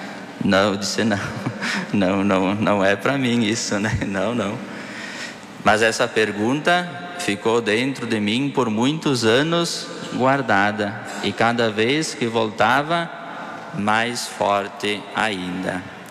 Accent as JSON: {"language": "Portuguese", "town": "Marau", "region": "Rio Grande do Sul", "country": "Brazil", "tie": "born or raised there", "moved": "as an adult", "lives_now": "Garibaldi, Brazil", "said": "Lá na minha comunidade Santo Agostinho, onde eu me criei, lá no interior de Marau."}